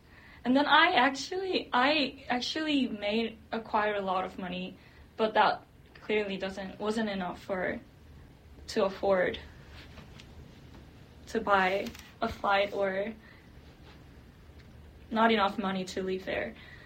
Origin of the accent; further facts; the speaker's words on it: South Korea; English is a second language; also born or lived in California; When I say I'm from Korea, they would talk about how hard it is to be an international student. Yeah, but I'm not an international student. I was born in California, and then I went back to Korea right after I was born.